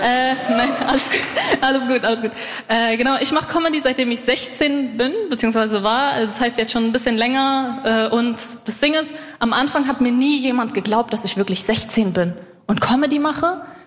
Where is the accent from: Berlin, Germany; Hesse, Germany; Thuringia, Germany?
Berlin, Germany; ich bin 20 Jahre alt und ich komme aus Berlin-Neukölln.